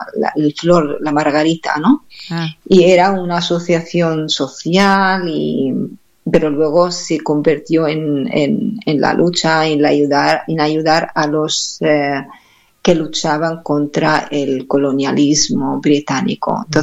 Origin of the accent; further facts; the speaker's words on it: Palestine; moved away as an adult; now in Catalonia, Spain; yo decía soy palestina, from Palestine